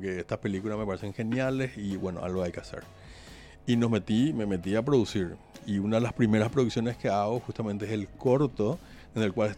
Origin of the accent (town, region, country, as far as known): Paraguay